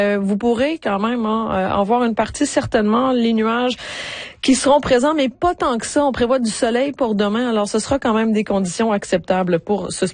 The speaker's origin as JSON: {"language": "French", "region": "British Columbia", "country": "Canada", "said": "Parce que Ottawa investit plus de 23,5 millions de dollars pour renforcer 6 aéroports chez nous en Colombie-Britannique."}